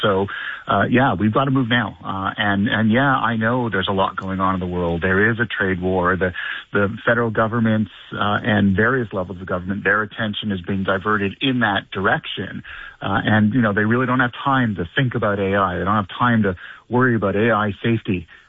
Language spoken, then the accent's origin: English; Canada; As a Canadian, that's just unacceptable.